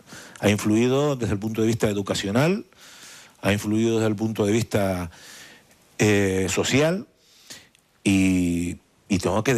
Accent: Güímar, Canary Islands, Spain; Vine de la unión de un hombre y una mujer, normal y corriente, de Güímar

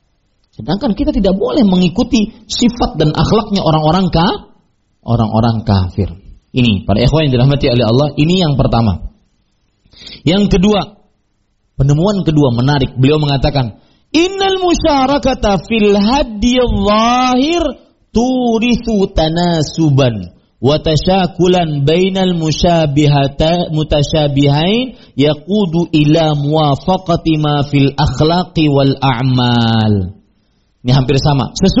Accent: Banjar, South Kalimantan, Indonesia; Kita orang Banjar ke Jawa.

